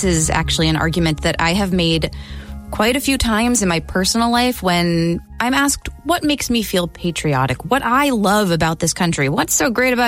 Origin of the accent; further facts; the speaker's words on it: Massachusetts, United States; growing up near Boston